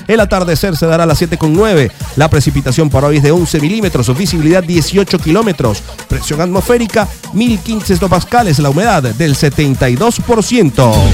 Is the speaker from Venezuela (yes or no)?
yes; Puerto La Cruz, Anzoátegui, Venezuela; En mi tierra natal, allá en Puerto La Cruz, en el estado Anzoátegui, en Barcelona